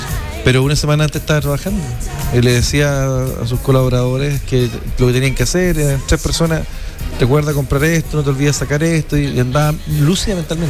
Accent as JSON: {"language": "Spanish", "town": "San Pedro de la Paz", "region": "Biobío", "country": "Chile", "said": "Los que somos de San Pedro"}